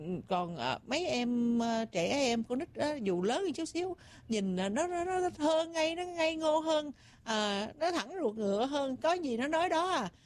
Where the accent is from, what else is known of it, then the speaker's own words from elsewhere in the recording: Tay Ninh, Vietnam; accent: Southern Tây Ninh; Không phải phim bộ, cái giọng quê em nó vậy á.